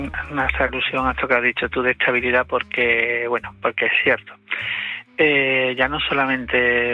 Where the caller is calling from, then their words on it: Málaga, Andalusia, Spain; yo soy de Málaga.